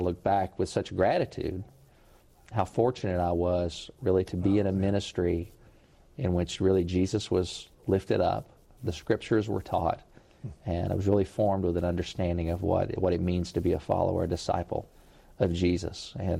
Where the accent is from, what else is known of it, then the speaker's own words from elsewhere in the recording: Lexington, Kentucky, United States; My background, growing up in Lexington, I'm in my hometown.